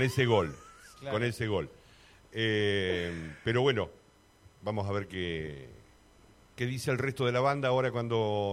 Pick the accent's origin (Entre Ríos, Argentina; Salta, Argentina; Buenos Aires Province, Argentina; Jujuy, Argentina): Buenos Aires Province, Argentina; moved away; Dejé la provincia de Buenos Aires, donde era oriundo